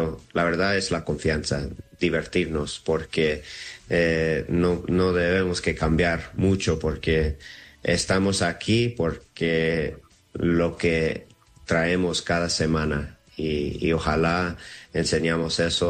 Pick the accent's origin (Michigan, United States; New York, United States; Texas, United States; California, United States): California, United States; Los Angeles; also born or lived in Seattle; Yo nací en Los Ángeles, me crecí ahí, 18 años y me fui al colegio, a la universidad en Seattle y ahí me quedé otros 12, 13 años ahí en Seattle.